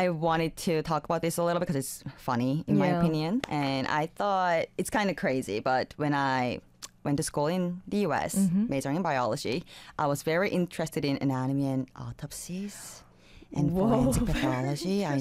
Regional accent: South Korea; because he always felt like I didn't have enough time growing up in Korea.

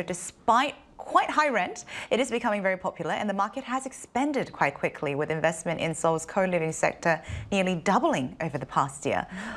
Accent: New Zealand; moved away; I grew up in New Zealand, as you guys all know, so nature is a big part of my life. So still living in the city

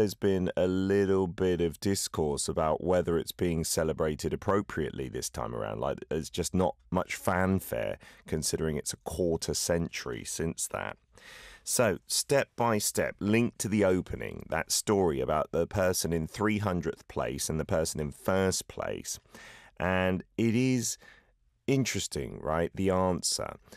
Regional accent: United Kingdom; the UK, my home country

